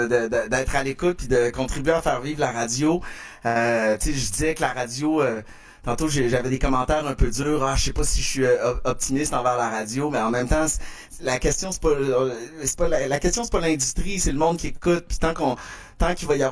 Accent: Quebec City, Quebec, Canada; also born or lived in Longueuil; je vis dans la maison où j'ai grandi à Québec, j'ai racheté la maison de mes parents, puis à Montréal, je vis au Novia, en fait, à Longueuil

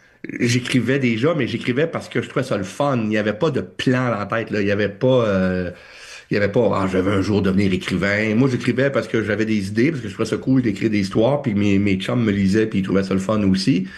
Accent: Drummondville, Quebec, Canada; born or raised there

